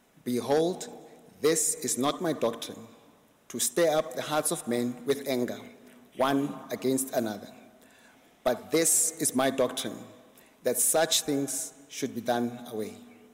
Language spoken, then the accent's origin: English; South Africa; In my home country of South Africa